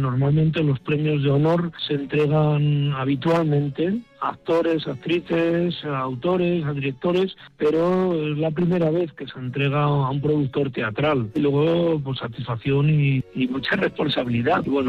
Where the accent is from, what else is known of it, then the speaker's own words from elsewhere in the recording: Ermua, Basque Country, Spain; el teatro de mi pueblo, el Cinema Ermua